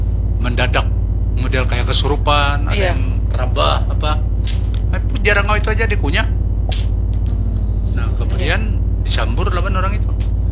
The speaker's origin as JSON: {"language": "Indonesian", "region": "South Kalimantan", "country": "Indonesia", "said": "ulun maaf, terpaksa berpandir suku Dayak Dea karena saya dari Dayak Dea."}